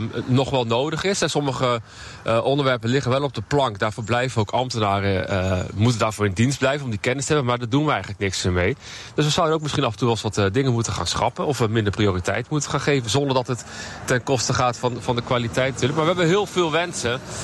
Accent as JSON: {"language": "Dutch", "town": "Zwolle", "region": "Overijssel", "country": "Netherlands", "said": "Dan kom ik uit Zwolle en ik voel me toch wel een beetje tot de regio verbonden."}